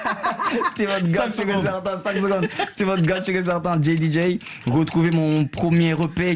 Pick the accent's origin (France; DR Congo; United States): DR Congo; Bukavu, South Kivu; chez moi à Bukavu